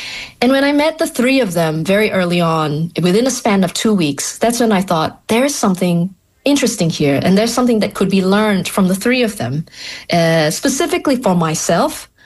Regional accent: Malaysia; Well, you know, being Malaysian, being raised, born and raised in Malaysia, what is going on in Palestine has been going on since 1948 is not new for me

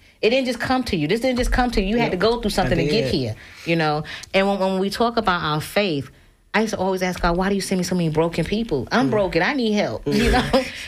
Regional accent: New York, United States; I'm from New York, and I used to be like, yeah, I'm a hoodlet.

